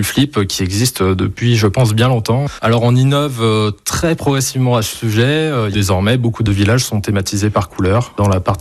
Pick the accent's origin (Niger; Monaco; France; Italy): France; Parthenay, Nouvelle-Aquitaine; Mes parents habitaient et habitent toujours en centre-ville de Parthenay. Évidemment que j'y étais tous les ans avec mes parents